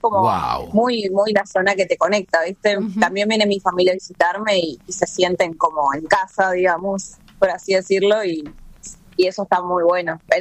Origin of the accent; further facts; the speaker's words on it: Chaco, Argentina; Sí, yo soy del Chaco y lo conocí a Fe acá.